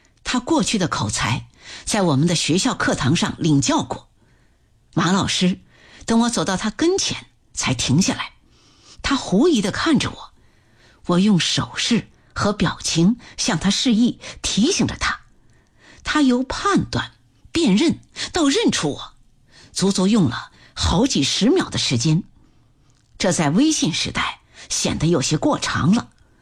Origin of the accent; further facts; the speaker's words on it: Tianjin, China; born there; 我出生在天津一个底层工人家庭，按说工人是领导阶级，但是我们家的人并不那么理直气壮，因为我父亲是酱油厂的，母亲专门为火柴厂装火柴